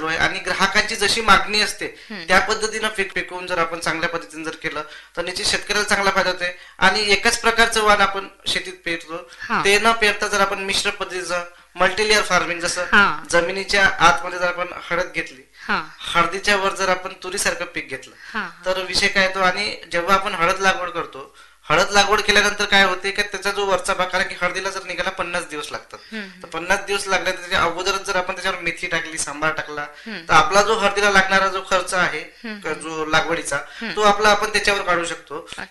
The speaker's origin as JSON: {"language": "Marathi", "region": "Maharashtra", "country": "India", "tie": "born or raised there", "said": "आपल्या अमरावतीमध्ये भाजीपाला विकतात त्यांना, अमरावतीतून माझं गाव इथून 100 किलोमीटर"}